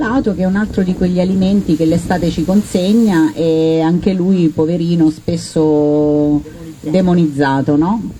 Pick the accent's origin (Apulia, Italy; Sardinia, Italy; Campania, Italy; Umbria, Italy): Apulia, Italy